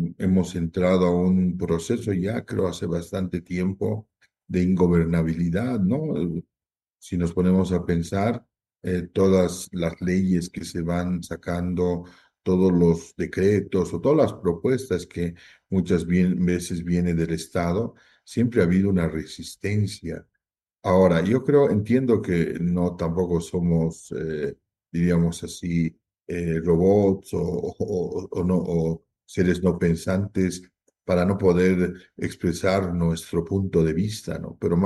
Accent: Bolivia; si no nos unimos como bolivianos

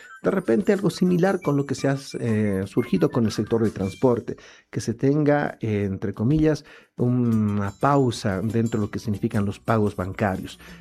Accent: Bolivia; nos tiene que alarmar, no solamente como bolivianos o querendones del arte y de la cultura, sino como bolivianos en general

